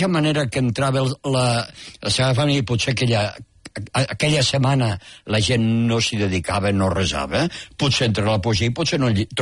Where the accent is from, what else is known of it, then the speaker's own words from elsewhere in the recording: Peramola, Catalonia, Spain; born there; jo vaig néixer a Peramola.